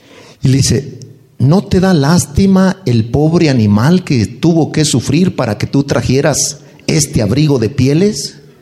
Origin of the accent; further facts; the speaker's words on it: Mexico; moved away; los casos de necesidad y los casos extremos que por muchos años se vio muy común en México, hablando particularmente de donde vengo.